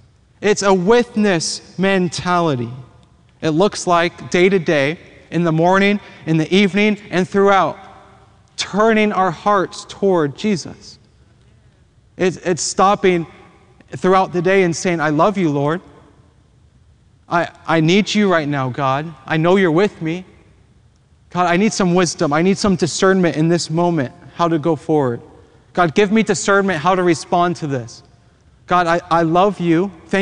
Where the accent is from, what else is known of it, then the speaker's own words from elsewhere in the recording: Las Vegas, Nevada, United States; I was born and raised in Las Vegas, and I love Las Vegas.